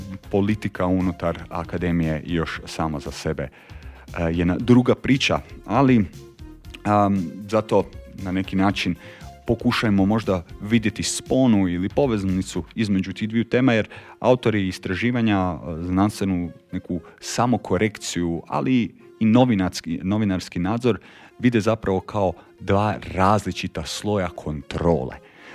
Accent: Croatia

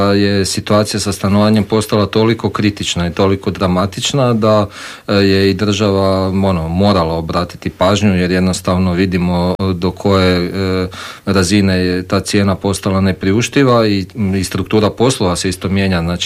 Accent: Croatia; kod nas u Hrvatskoj.

